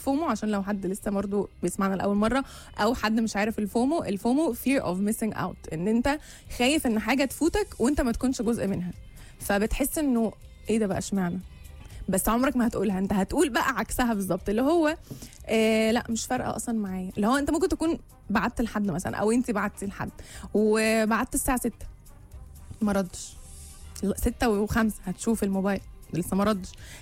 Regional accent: Egypt; اكلت اكل ايطالي من مطعم شيك عندنا في مصر

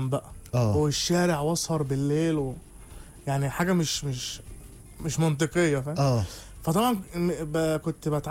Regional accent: Al-Basatin, Cairo Governorate, Egypt; ودلوقتي قاعد في المعادي بقى، بس منطقتي وتربيت هناك. واحنا هناك عائلات يعني.

